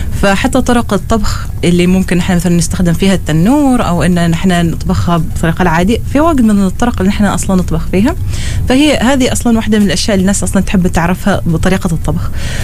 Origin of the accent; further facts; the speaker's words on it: Oman; نحن عندنا في عمان